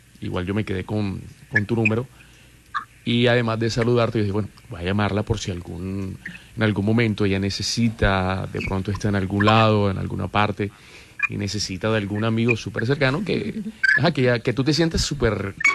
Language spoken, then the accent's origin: Spanish; Barranquilla, Atlántico, Colombia; Yo soy de aquí de Barranquilla.